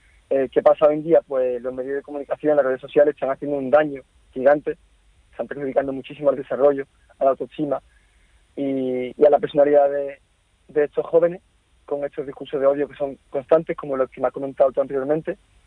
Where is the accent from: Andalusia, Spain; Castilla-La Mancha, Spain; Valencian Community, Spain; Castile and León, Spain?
Andalusia, Spain; Cádiz; yo soy de Cádiz, yo me he criado en Cádiz, llevo toda la vida en Cádiz, he crecido allí, he mamado Cádiz